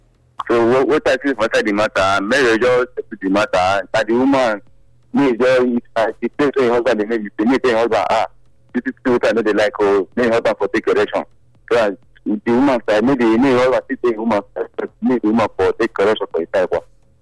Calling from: Benin; I'm calling from Benin.

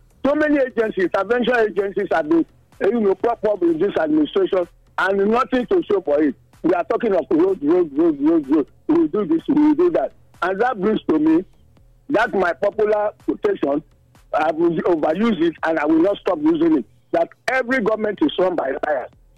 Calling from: Nigeria; I'm calling from Mission Road Market.

